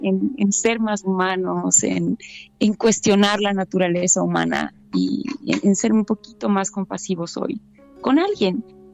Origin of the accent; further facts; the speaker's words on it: Bolivia; no somos solo los bolivianos